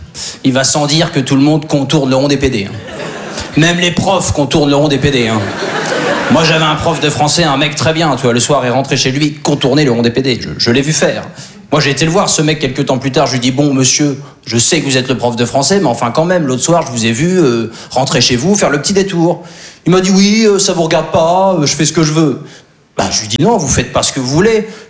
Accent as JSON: {"language": "French", "region": "Normandy", "country": "France", "said": "Alors moi je suis originaire de Basse-Normandie. Il y en a qui voient un petit peu où c'est la Basse-Normandie?"}